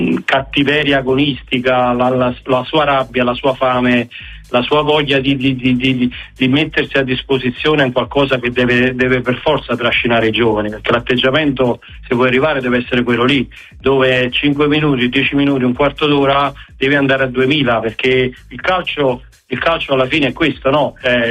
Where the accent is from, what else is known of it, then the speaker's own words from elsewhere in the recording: Naples, Campania, Italy; soprattutto per me da napoletano